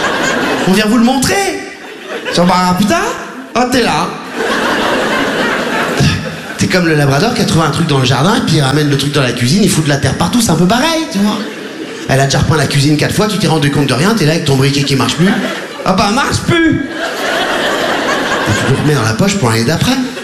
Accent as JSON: {"language": "French", "country": "Réunion", "tie": "born or raised there"}